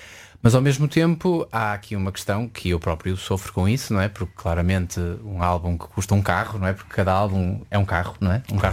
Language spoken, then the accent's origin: Portuguese; Porto, Norte, Portugal; also born or lived in Azores; a minha família, do lado da minha mãe, é dos Açores e eu nasci nos Açores e, ou seja, na realidade vivi quase a minha vida toda no Porto, em território nacional.